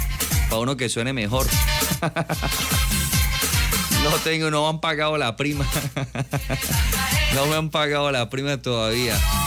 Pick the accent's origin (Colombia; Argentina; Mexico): Colombia; yo soy colombiano